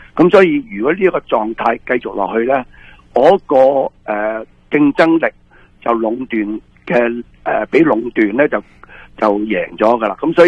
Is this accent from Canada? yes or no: yes; Canada; 俾到我哋加拿大人享受平价低廉嘅食品，又可以继续供应咧